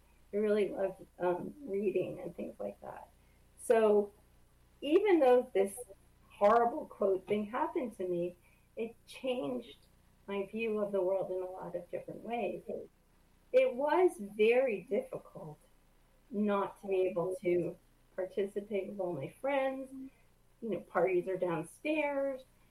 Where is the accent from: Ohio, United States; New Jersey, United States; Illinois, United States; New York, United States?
New York, United States; Rye; We grew up in Rye, New York